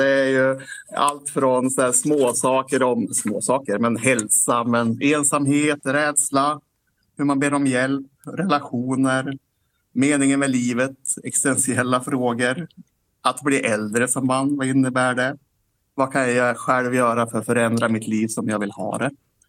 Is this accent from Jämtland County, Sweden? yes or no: yes; Bjärme, Jämtland County, Sweden; Jag sitter på skolan i Myrviken för tillfället, men jag är från Bjärme.